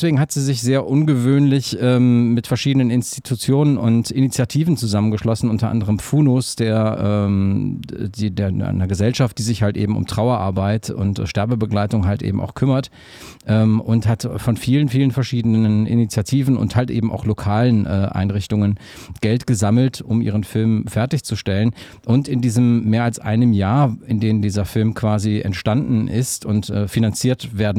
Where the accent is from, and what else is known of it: Aachen, North Rhine-Westphalia, Germany; born or raised there